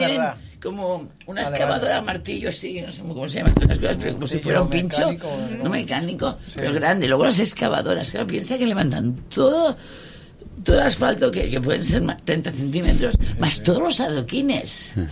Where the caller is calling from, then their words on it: Barcelona, Catalonia, Spain; Yo soy de Barcelona.